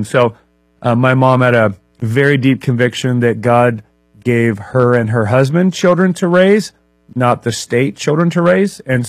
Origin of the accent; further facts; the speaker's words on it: Leavenworth, Washington, United States; I was raised in Leavenworth, Washington, an incredible place to grow up, up in the mountains in a cabin my grandpa built the year before I was born.